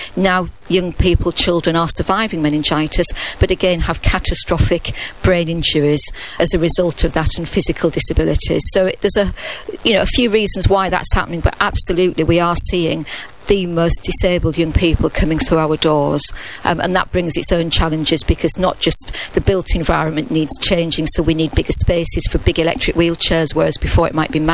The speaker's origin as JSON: {"language": "English", "town": "Hull", "region": "Yorkshire and the Humber", "country": "United Kingdom", "lives_now": "Cheltenham, United Kingdom", "said": "I think I've mentioned I come from Hull, and I've lived in Cheltenham for nearly 20 years, and I still have all my family in Hull"}